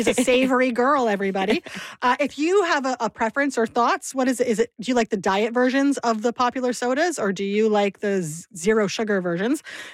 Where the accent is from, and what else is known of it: Kitchener, Ontario, Canada; born or raised there; moved away